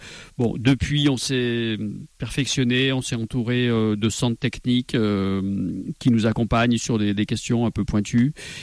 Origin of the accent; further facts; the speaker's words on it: Saint-Étienne, Auvergne-Rhône-Alpes, France; Je n'étais pas issu d'une famille du monde agricole. Je suis stéphanois.